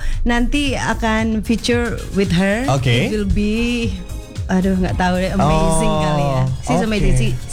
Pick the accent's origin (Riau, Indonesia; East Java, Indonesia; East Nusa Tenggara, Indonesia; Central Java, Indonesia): East Java, Indonesia; Batu; born or raised there